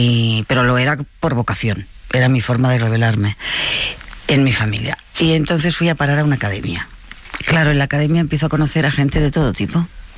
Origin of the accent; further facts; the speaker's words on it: Barcelona, Catalonia, Spain; Uy, imagínate que yo soy de Barcelona y el primer acuario de España lo fundó mi abuelo.